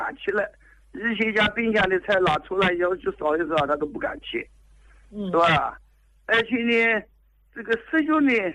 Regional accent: Jiangsu, China; 我们江苏这边也有个习惯，早上热一热就吃

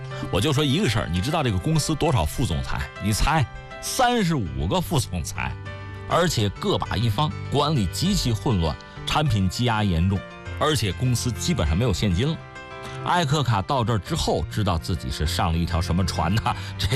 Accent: China; 我们中国人

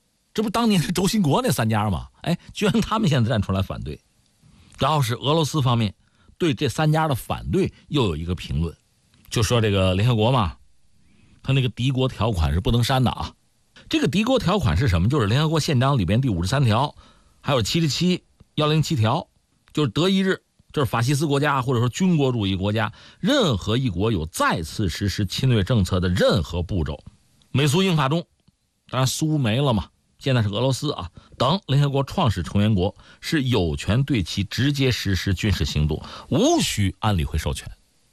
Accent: China; 我们中国人

